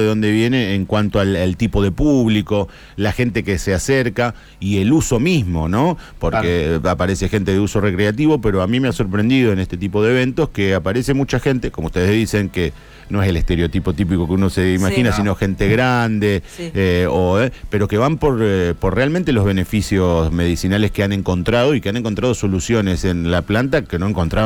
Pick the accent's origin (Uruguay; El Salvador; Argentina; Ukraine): Argentina; Gálvez, Santa Fe; En Gálvez hay una asociación, Gálvez no Villa Gobernador Gálvez, sino de donde soy yo.